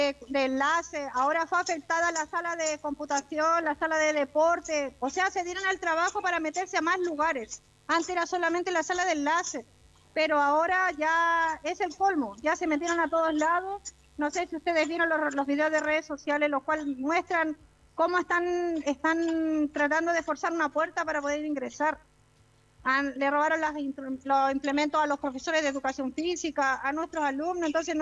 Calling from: Villa Alemana, Valparaíso, Chile; soy la única representante de acá de Villa Alemana

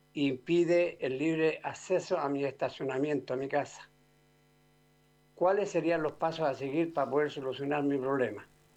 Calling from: Placilla, Valparaíso, Chile; Yo vivo en Pastilla

